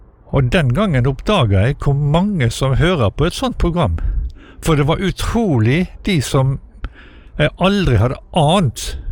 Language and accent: Norwegian; Kristiansund, Møre og Romsdal, Norway; fra Kristiansund, og har vært med en del i kretsen Nordmøre og Romsdal krets.